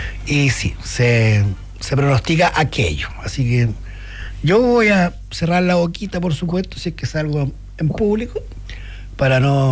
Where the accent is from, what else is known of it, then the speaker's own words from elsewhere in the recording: Chile; si somos chilenos, si somos de verdad chilenos